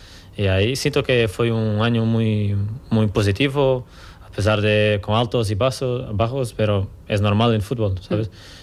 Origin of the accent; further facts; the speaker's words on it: Algarve, Portugal; Spanish is a second language; now in Almería, Spain; Yo soy de sur de Portugal, Algarve, que es como un poco como aquí, como uh-huh. Almería. La temperatura, mucho calor también, una ciudad muy pequeña también